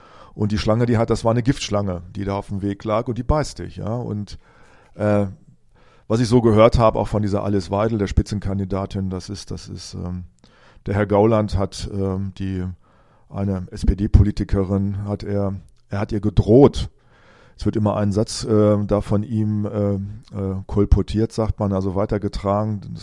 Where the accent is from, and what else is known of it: Germany